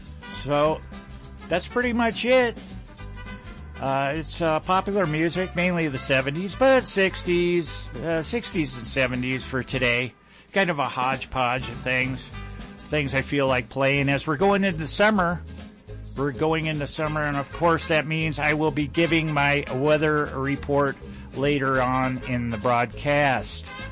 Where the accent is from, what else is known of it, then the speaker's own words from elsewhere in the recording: Long Beach, California, United States; now in Garden Valley, United States; Down to Long Beach, my hometown of Long Beach.